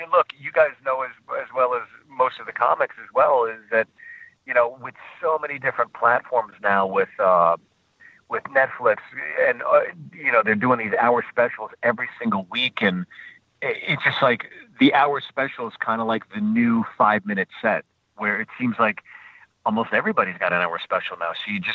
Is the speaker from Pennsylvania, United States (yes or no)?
yes; Pittsburgh, Pennsylvania, United States; So Bucktown and all, you know, I grew up in Pittsburgh.